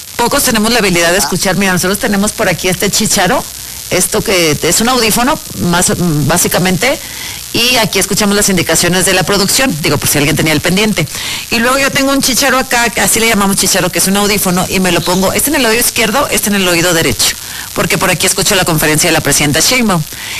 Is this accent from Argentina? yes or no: no; Mexico; ¿somos muy influenciables nosotros los mexicanos o en general?